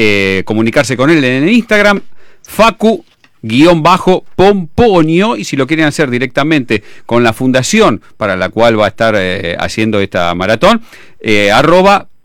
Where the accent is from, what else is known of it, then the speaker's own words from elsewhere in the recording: Berazategui, Buenos Aires Province, Argentina; pues yo era de Berazategui, nací en Berazategui.